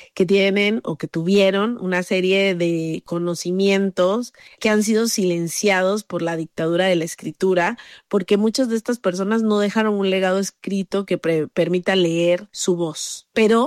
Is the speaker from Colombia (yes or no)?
yes; Colombia; now in Mexico